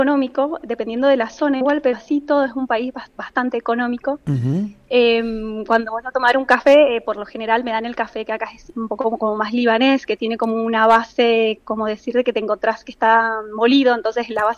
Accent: Argentina; A mí les digo que soy argentina, me dicen …, no, sí.

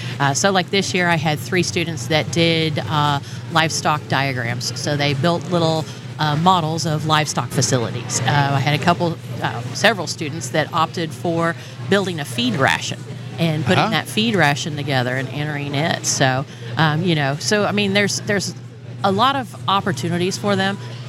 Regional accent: Wellington, Kansas, United States; then I moved to Abilene and then finally back down to kind of where I grew up around the Wellington area. So I've been there for 18 years now.

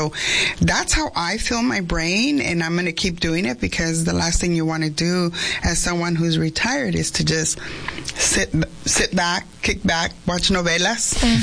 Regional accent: Yuma, Arizona, United States; I am a Mexican American. My parents are from the state of Jalisco. I was born here in Yuma, so I'm a Yuma native.

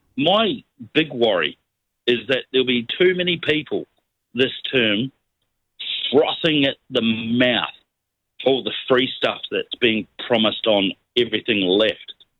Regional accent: New Zealand; moved away; being a Kiwi overseas, I could just do it digitally

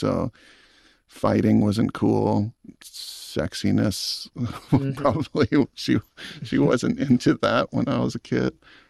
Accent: Hawaii, United States; my culture and growing up in Hawaii as sort of a separate thing than my experience as a filmmaker

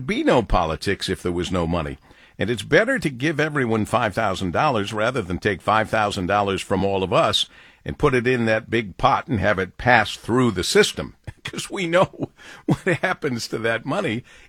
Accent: Monroe, Michigan, United States; my girl next door neighbor when I was growing up on Tremont Street in Monroe, Michigan

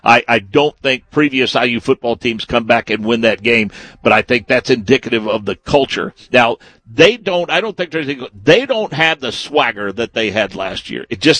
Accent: Midwest, United States; we're all from here. We're from the Midwest. We all grew up fans of the sport.

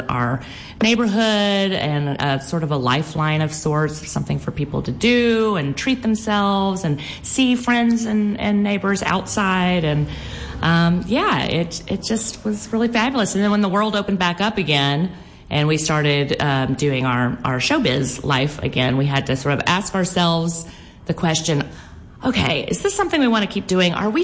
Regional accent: Louisiana, United States; I grew up in Louisiana, grew up eating them.

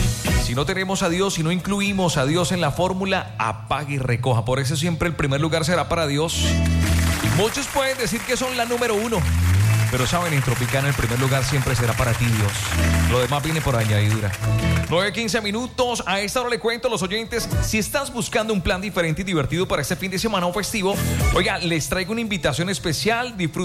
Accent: Venezuela; me duele ver a mi pueblo venezolano así.

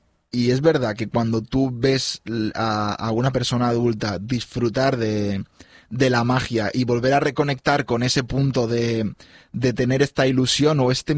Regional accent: Benicarló, Valencian Community, Spain; Yo soy de Benicarló

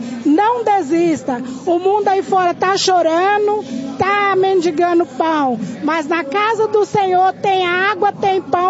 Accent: Aparecida de Goiânia, Goiás, Brazil; Eu falei que eu sou de Aparecida de Goiânia.

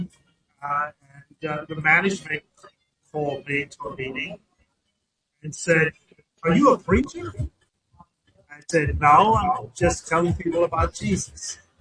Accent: Canarsie, New York, United States; also born or lived in Bethesda; I grew up in Canarsie. I was born in Bethesda. I grew up in Canarsie. Had a very difficult time in Canarsie. I went to Canarsie High School.

